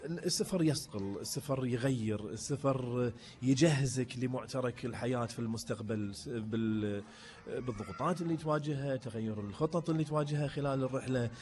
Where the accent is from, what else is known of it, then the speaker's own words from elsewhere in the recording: Kuwait; ونرجع مرة ثانية الكويت ونحوس فيها شوية ونكتشف الأماكن التاريخية والحضارية والسياحية اللي تمتلكها ديرتنا الحبيبة